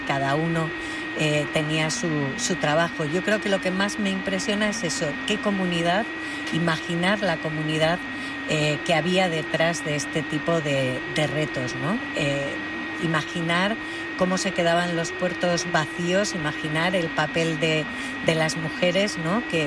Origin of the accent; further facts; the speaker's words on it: Cáceres, Extremadura, Spain; Yo soy de Cáceres y aquí estoy, y ha sido un movimiento enorme también, ¿no?